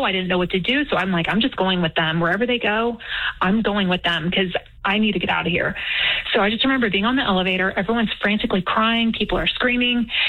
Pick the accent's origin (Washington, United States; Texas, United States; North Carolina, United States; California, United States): Texas, United States; So I'm from Texas.